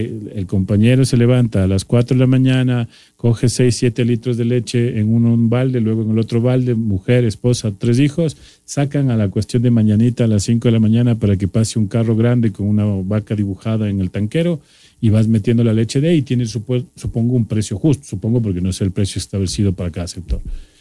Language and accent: Spanish; Bolívar, Ecuador; yo vengo de la provincia de Bolívar, por ejemplo, yo quiero ir a la provincia de Bolívar